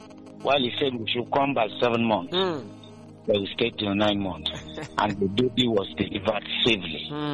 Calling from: Azumini, Abia, Nigeria; And I'm calling from Azumini.

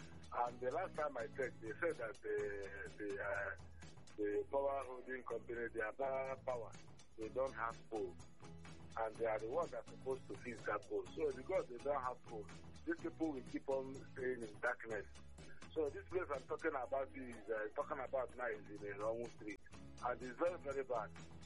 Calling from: Aba, Abia, Nigeria; I'm calling from Abba.

